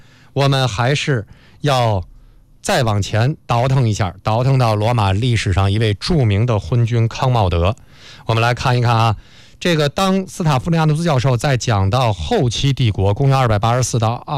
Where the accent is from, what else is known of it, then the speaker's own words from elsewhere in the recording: China; 就是我们中国人最熟悉的历史阶段之一